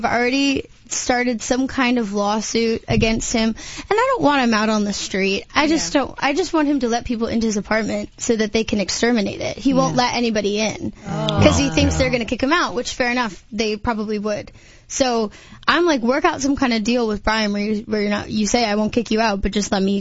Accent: New York, United States; accent: New York; the thickest New York accent I could to see if he would, like, trust me better. I don't know. I'm from New York.

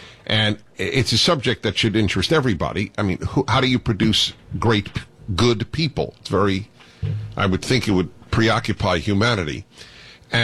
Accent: United States; When you grew up, of course, in the UK, I grew up in the United States.

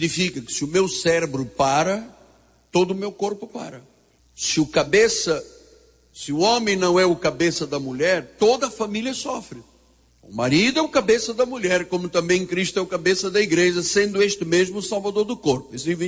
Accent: Portugal; moved away; os patrícios da minha terra dizem, quando você acerta o casamento, dizem lá em Portugal

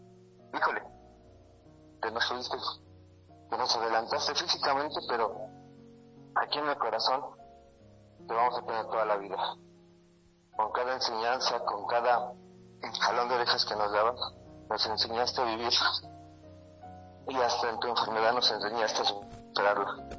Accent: Tula, Hidalgo, Mexico; soy del estado de Hidalgo, de acá por Tula, Hidalgo.

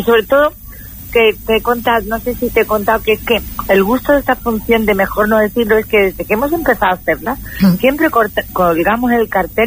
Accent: Málaga, Andalusia, Spain; moved away

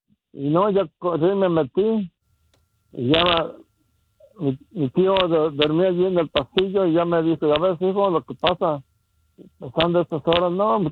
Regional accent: Huizcuco, Jalisco, Mexico; Mira, como te dije, yo soy de Huizcuco, municipio de Tala, Jalisco.

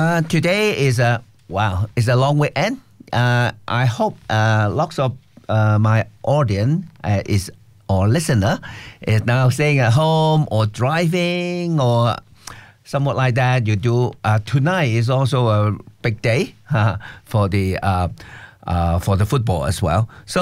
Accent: Hong Kong; English is a second language; So I'm from Hong Kong, that's why I very support them, especially the tennis.

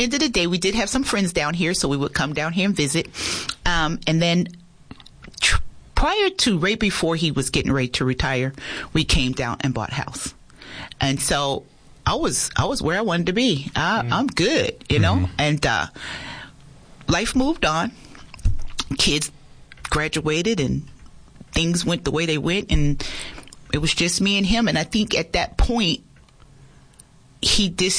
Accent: Philadelphia, Pennsylvania, United States; moved away as an adult; now in Yuma, United States

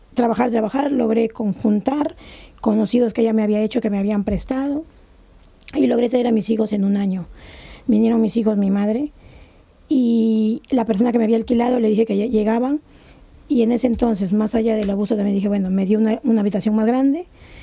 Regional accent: Peru; moved away as an adult; now in Cantabria, Spain; Soy peruana

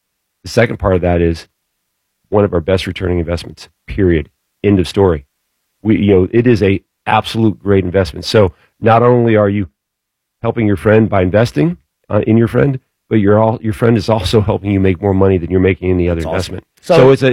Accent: Jennings County, Indiana, United States; a small town where I grew up in Jennings County

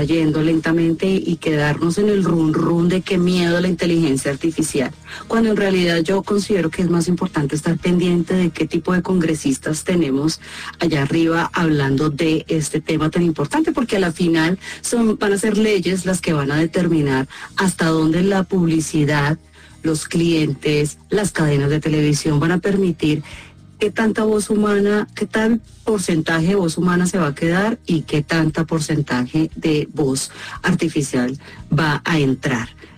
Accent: Colombia; para mí es un orgullo como colombiana

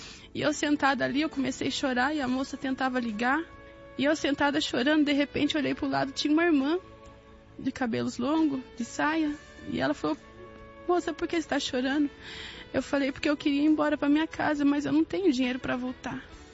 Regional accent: Sorocaba, São Paulo, Brazil; sou da cidade de Sorocaba.

